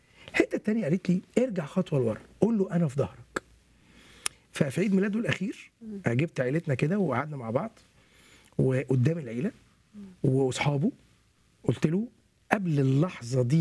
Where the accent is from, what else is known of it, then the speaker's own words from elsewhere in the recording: Egypt; عندنا في مصر